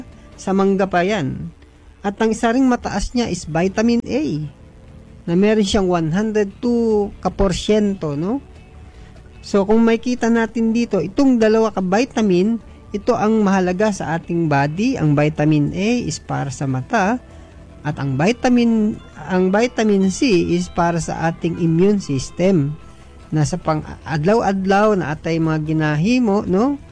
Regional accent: Manila, Metro Manila, Philippines; Pasensya na mo, kaya ako'y Tagalog talaga, no? Gikan pa ako sa Manila.

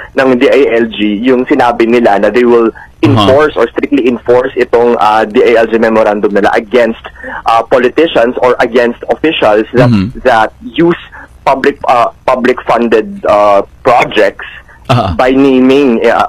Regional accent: National Capital Region, Philippines; I'm taga NCR po ako.

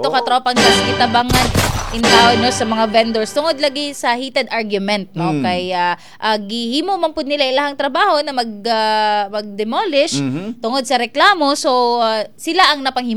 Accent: Western Visayas, Philippines; Paano mo nalaman na Ilongga ako? Sa pananamit ko ba?

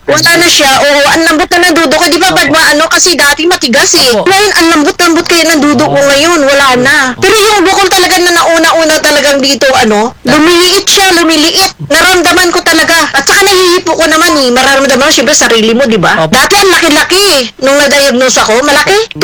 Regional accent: Bacoor, Calabarzon, Philippines; now in Hong Kong; Taga Molino Bacoor ako. Tapos, nandito ko ngayon sa, ano, sa Hong Kong.

